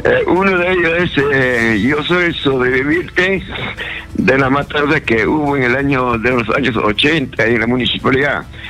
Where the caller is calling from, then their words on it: Huancavelica, Peru; mi pueblo, Caja Espíritu, a Cobamba, Huancavelica